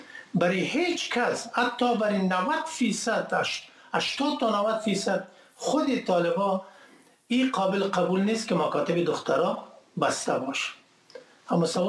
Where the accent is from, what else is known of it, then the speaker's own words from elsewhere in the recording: Afghanistan; moved away; ما که در خارج از افغانستان هستیم